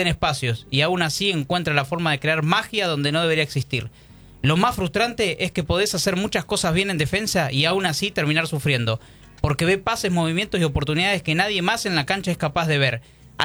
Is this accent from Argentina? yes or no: yes; Argentina; somos argentinos